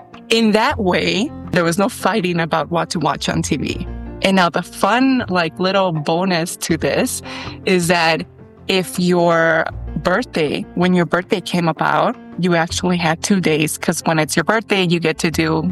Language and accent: English; Sogamoso, Boyacá, Colombia; moved away; also born or lived in Chicago; Growing up in Colombia deeply shaped my view of the world.